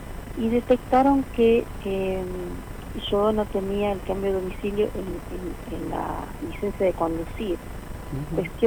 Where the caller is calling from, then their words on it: San Martín, Buenos Aires Province, Argentina; Perdón, de San Martín.